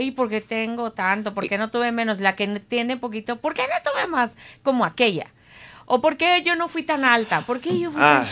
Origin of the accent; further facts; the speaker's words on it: Mexico City, Mexico; moved away; ¡Ese es mi pueblo!